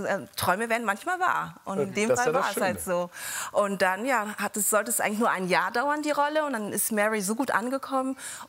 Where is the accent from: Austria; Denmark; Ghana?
Ghana; now in Cologne, Germany; ist mir gebürtig aus Ghana.